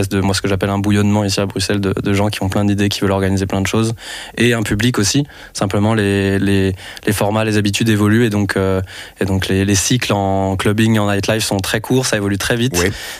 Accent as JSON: {"language": "French", "town": "Lyon", "region": "Auvergne-Rhône-Alpes", "country": "France", "moved": "as an adult", "lives_now": "Brussels, Belgium", "said": "moi, je suis français, je suis d'origine, je viens de Lyon."}